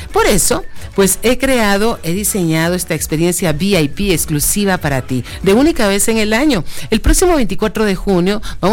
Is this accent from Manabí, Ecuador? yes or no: yes; Manabí, Ecuador; Cuéntenos cómo está el clima por allá, en mi tierra hermosa, en mis sueños, en Manaví